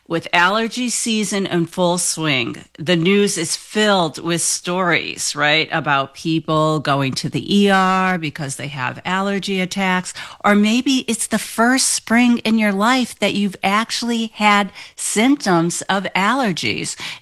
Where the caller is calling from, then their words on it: East Providence, Rhode Island, United States; from East Providence.